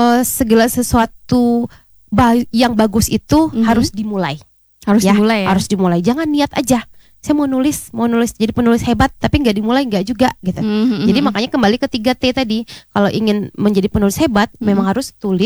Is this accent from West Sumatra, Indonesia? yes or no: yes; Bukittinggi, West Sumatra, Indonesia; Pak saya dari Bukit Tinggi.